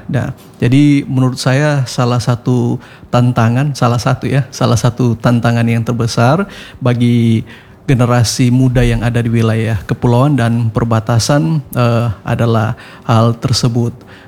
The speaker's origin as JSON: {"language": "Indonesian", "area": "Sangihe", "region": "North Sulawesi", "country": "Indonesia", "said": "identitas kita selaku orang Sangiha"}